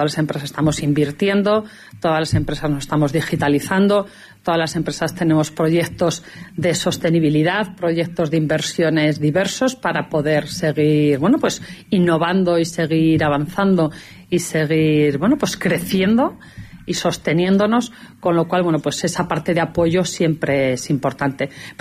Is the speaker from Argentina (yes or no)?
no; Calatayud, Aragon, Spain; born there; que somos de Calatayud, nacido en Calatayud, y que generación tras generación seguimos impulsando.